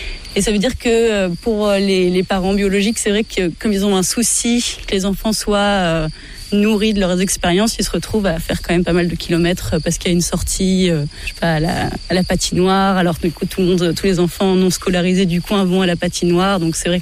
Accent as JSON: {"language": "French", "town": "Paris", "region": "Île-de-France", "country": "France", "moved": "yes", "said": "à la base, je suis parisienne"}